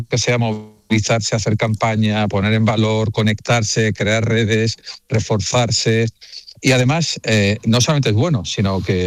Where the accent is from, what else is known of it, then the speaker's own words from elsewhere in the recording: Andalusia, Spain; La gente cuando piensa en un español, no piensa en andaluz, pero piensa en algo parecido a lo que somos los andaluces.